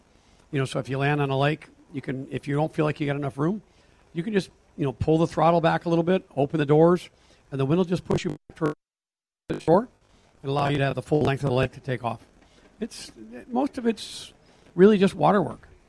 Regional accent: Michigan, United States; Just north of Grand Rapids, Michigan.

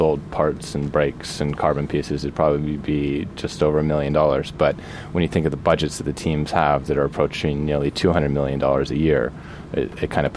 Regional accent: United States

